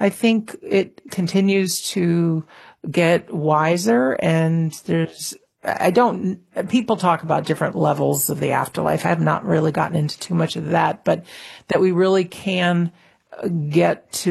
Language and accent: English; Connecticut, United States; also born or lived in Massachusetts; now in Rhode Island, United States; I am in the little state of Rhode Island. Now, I have family back in Minnesota, I do, and way back when there were people in Wisconsin on my mother's side, but I grew up in Connecticut, born in Massachusetts, currently reside.